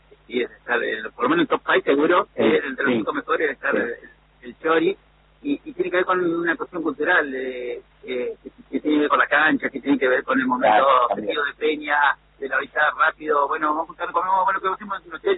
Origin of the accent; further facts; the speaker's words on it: Viale, Entre Ríos, Argentina; born there; now in Paraná, Argentina; yo estoy acá a 50 kilómetros, tengo donde nací en Viales